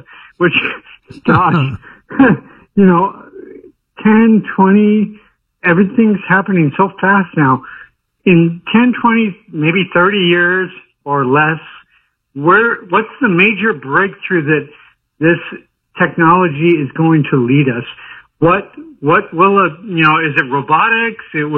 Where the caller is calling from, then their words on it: Phoenix, Arizona, United States; Hello, guys. I was born on July 20th, 1969.